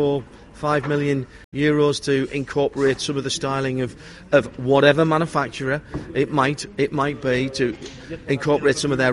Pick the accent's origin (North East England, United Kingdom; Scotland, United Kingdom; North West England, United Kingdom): North East England, United Kingdom; Sunderland; I think this week, up in my hometown in Sunderland, the biggest car manufacturing plant in the UK is Nissan.